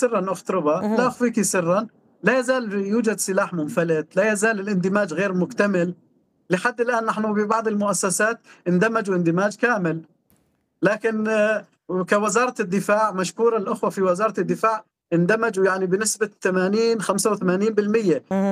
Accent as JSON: {"language": "Arabic", "country": "Syria", "said": "في النهاية نحن سوريين، في النهاية نحن سوريين."}